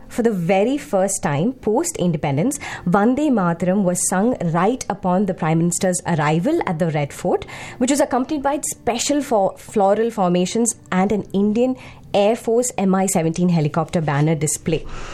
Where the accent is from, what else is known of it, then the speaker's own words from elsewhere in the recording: Dubai, United Arab Emirates; മേഘ, ഞാൻ ദുബായിലാണ് ജനിച്ച് വളർന്നതൊക്കെ. സോ അവിടെ സ്കൂളിലെ ഓർമ്മകൾ എനിക്ക് ഇപ്പോഴും ഉള്ളത്